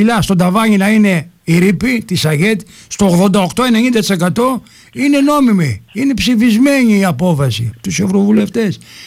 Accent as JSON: {"language": "Greek", "town": "Volos", "region": "Thessaly", "country": "Greece", "said": "σαν βολιώτης, δεν μπορούμε να το ξεχάσουμε τίποτα."}